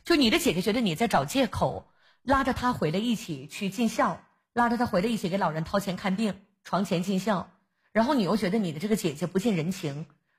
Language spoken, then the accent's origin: Chinese; Northeast China, China; 我们东北有一个词